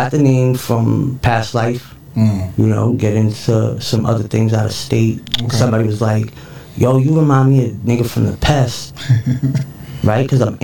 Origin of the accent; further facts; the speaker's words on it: New York City, New York, United States; Yeah, I'm going to start with my neighborhood, naturally. You know what I'm saying? 1520 Cedric Avenue.